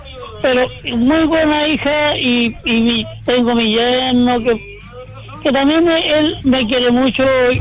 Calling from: Chile; yo vivo en Estero, o sea, a la orilla del Estero del Carmen.

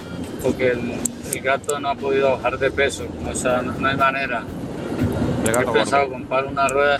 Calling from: Barcelona, Catalonia, Spain; de Barcelona.

